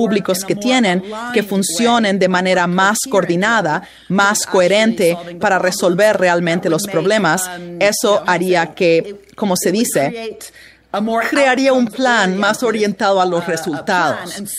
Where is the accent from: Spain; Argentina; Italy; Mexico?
Italy; Spanish is a second language; Puedo decirles que incluso en mi país, Italia, tenemos un problema de implementación.